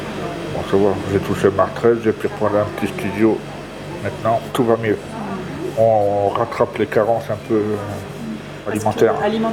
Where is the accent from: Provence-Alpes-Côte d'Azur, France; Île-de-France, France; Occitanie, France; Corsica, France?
Occitanie, France; Toulouse; Toulouse.